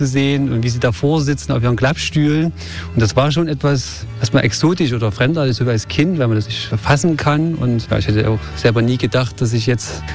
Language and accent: German; Glauchau, Saxony, Germany; born there; Ich bin hier in Klauchau geboren, ist etwa 20 Kilometer von Chemnitz entfernt.